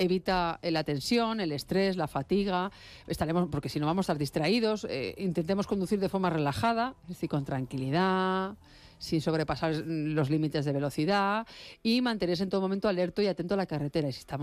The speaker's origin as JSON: {"language": "Spanish", "town": "Valladolid", "region": "Castile and León", "country": "Spain", "moved": "yes", "said": "Valladolid, que es mi tierra."}